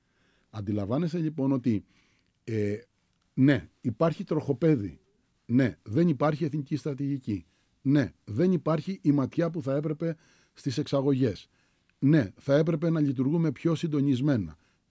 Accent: Sitia, Crete, Greece; Θα ξαναθυμίσω ότι είμαι από τη ΣΥΤΙΑ

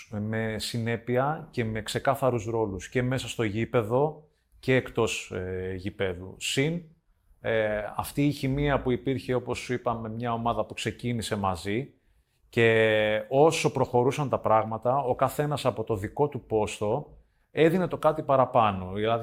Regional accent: Rethymno, Crete, Greece; από μικρός όταν ξεκίνησα, ήξερα ότι κάποια στιγμή θέλω να επιστρέψω στο Ρέθυμνο και να προσφέρω στον τόπο μου, προπονητικά.

